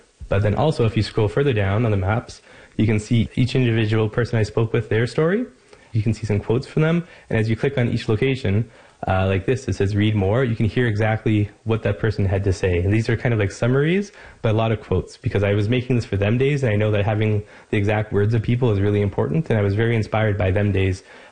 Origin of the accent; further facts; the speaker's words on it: North West River, Newfoundland and Labrador, Canada; I'm from Northwest River, and I just grew up hearing about all the changes caused by the Upper Churchill.